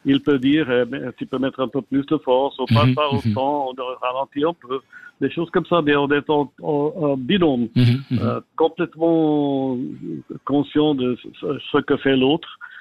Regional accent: Geneva, Switzerland; Moi, j'ai grandi dans Genève, je connais la ville comme n'importe quoi.

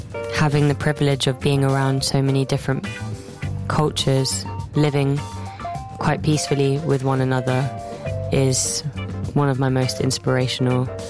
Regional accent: London, United Kingdom; There was no music that wasn't accessible growing up in London.

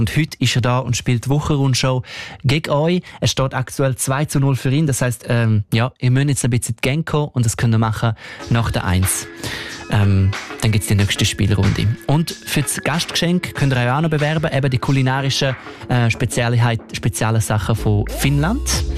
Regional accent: Italy; Als Italiener würde mich das noch mehr stressen.

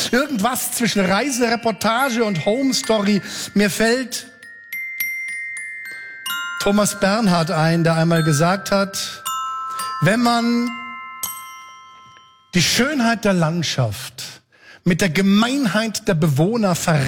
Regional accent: Germany

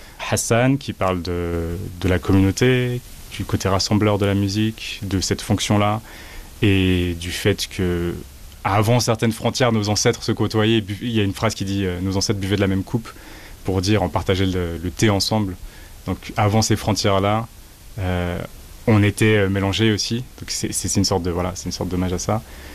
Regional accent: Algeria; Bah, je suis algérien, du coup.

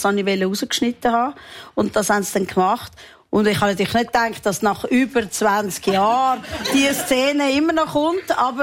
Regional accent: Switzerland; Ich bin Schweizerin.

